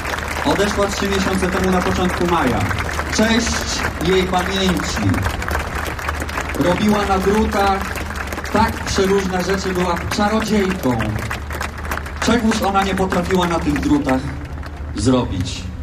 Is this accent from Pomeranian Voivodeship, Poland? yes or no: no; Warsaw, Masovian Voivodeship, Poland; Na Mokotowie się wychowałem i do dziś tam mieszkam.